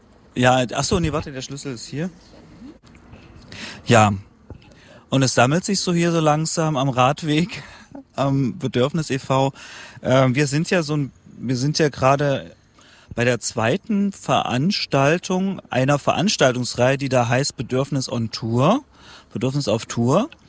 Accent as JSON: {"language": "German", "town": "Halle", "region": "Saxony-Anhalt", "country": "Germany", "tie": "born there", "said": "Ich muss auch dazu sagen, ich bin in Halle geboren."}